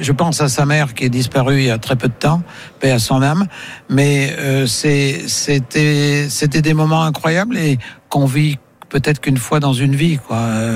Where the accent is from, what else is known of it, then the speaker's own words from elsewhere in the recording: Auvergne-Rhône-Alpes, France; Non, c'est bon, moi, je suis auvergnat, alors.